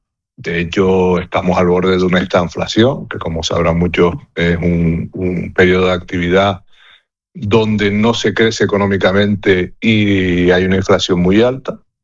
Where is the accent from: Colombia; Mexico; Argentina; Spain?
Spain; Canary Islands; somos el destino europeo más lejano prácticamente que hay